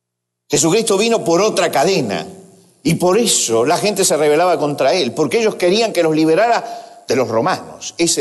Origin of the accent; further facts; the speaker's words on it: Argentina; es porque como nación no hemos sabido romper como argentinos los yugos de pecado que había en nuestra propia vida.